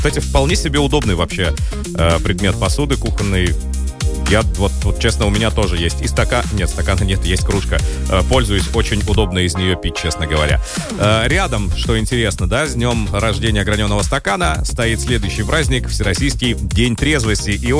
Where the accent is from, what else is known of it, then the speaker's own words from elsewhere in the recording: Khanty-Mansi Autonomous Okrug, Russia; я как человек, который родился и вырос в Ханты-Мансийском автономном округе